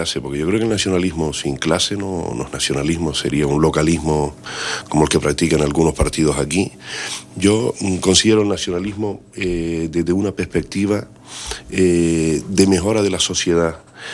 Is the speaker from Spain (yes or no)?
yes; Canary Islands, Spain